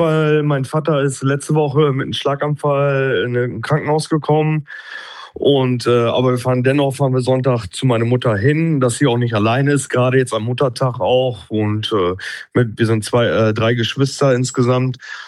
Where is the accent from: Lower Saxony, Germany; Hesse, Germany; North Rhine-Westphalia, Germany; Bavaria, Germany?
North Rhine-Westphalia, Germany; Dülmen; moved away as an adult; now in Ochtrup, Germany; ich komme gebürtig aus Dülmen eigentlich und bin damals durch die Liebe nach Ochtrup gezogen.